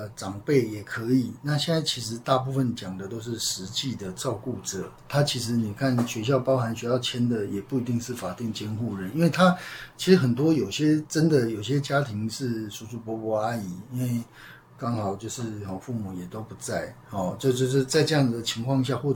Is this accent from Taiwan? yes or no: yes; Taiwan; 他们可能不见得很了解我们台湾这边的一些实际状况